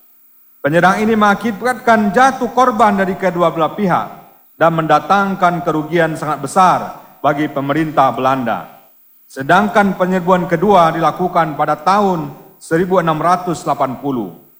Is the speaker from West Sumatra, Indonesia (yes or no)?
yes; West Sumatra, Indonesia; kita Minang